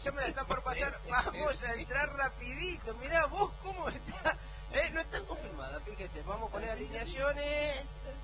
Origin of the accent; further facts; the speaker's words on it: Santa Fe, Argentina; Es más, yo soy santafesino, casi cordobés, casi santiagueño y siento cosas por Mendoza.